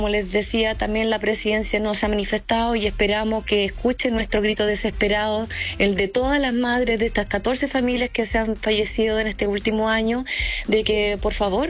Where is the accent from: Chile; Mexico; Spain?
Chile